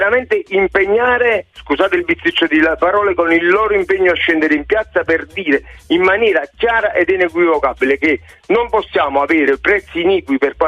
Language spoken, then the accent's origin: Italian; Naples, Campania, Italy